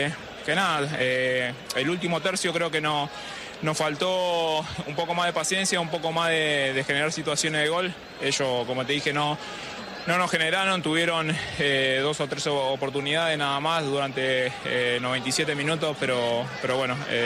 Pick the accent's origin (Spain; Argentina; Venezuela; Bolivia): Argentina; soy un argentino más que va a alentar por ellos